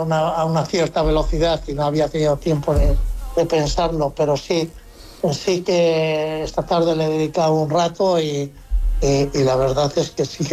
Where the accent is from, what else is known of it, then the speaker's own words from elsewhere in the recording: Miranda de Ebro, Castile and León, Spain; now in Seville, Spain; Estoy muy, muy, muy contento de ser el pregonero de mi pueblo.